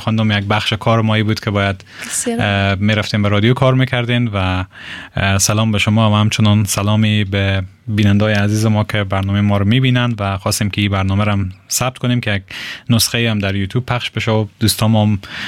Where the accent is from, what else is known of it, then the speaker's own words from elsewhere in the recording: Herat, Afghanistan; در واقع در هرات بزرگ شدم، تولد شدم، مکتب در هرات خواندم و افتخار از داشتم که از لیسه انقلاب اسلامی هرات فارغ شدم